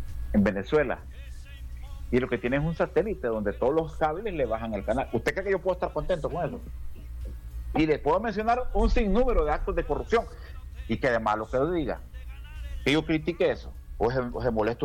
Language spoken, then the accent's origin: Spanish; Honduras; ¿Usted cree que yo como hondureño no estoy esperando que estas cosas mejoren? Yo como hondureño estoy esperando que esto mejore.